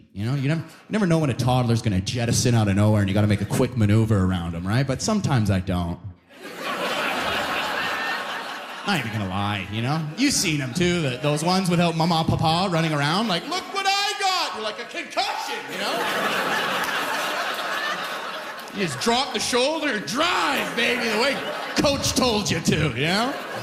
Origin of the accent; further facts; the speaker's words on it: Alberta, Canada; now in Ontario, Canada; I lost 3 friends just because I'm from Alberta. You know what I mean?